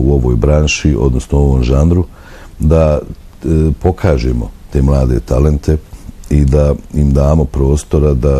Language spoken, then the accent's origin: Bosnian; Tuzla, Tuzla Canton, Bosnia & Herzegovina; Uvijek je izazovno, ali osjećam odgovornost kao Tuzlak i čovjek koji živi ovdje, da barem jednom godišnje, jeli, poklonim, odnosno da odsviram koncert za svoje Tuzlake